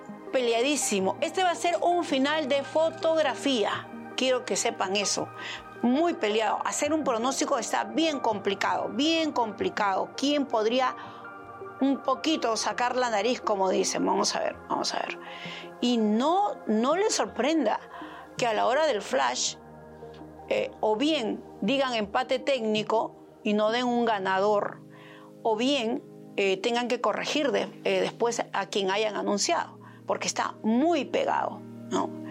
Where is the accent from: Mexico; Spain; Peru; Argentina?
Peru